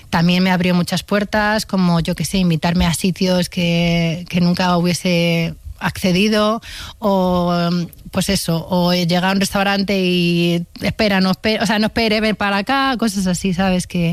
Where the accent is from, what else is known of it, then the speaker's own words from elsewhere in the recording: Spain; Somos españoles todos y lo que nos importa es la familia.